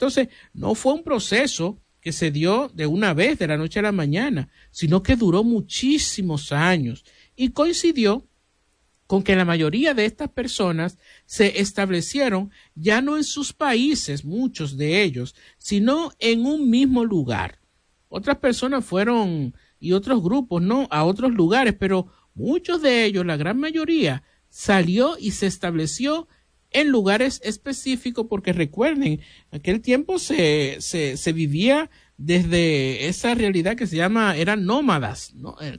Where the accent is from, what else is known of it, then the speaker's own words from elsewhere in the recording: Dominican Republic; No podemos hablar de nosotros, por ejemplo, como los dominicanos nada más.